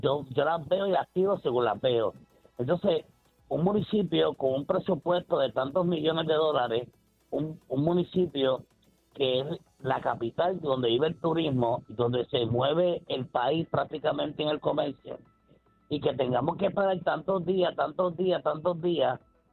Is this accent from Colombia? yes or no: no; Bayamón, Puerto Rico; yo soy de Bayamón